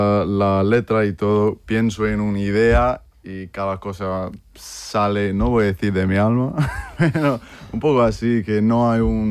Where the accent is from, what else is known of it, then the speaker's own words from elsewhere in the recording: Region of Murcia, Spain; creo que somos una banda bastante de Murcia, que somos de Murcia. Mi padre es murciano